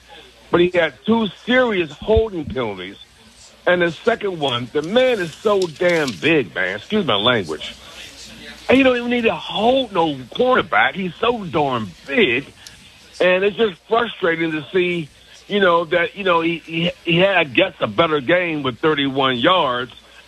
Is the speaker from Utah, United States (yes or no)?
no; Pittsburgh, Pennsylvania, United States; now in Virginia, United States; I'm from Pittsburgh, old school Hill District guy, man. I'm in Homewood, man, but I served my country in the United States Air Force, and I decided to stay here in Virginia, man, and raise my family down here.